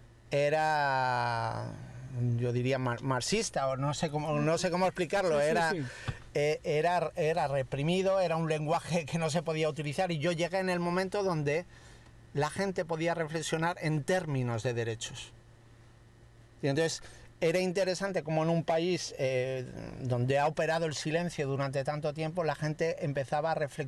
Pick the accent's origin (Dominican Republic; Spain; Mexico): Spain; Castile; moved away; yo siendo castellano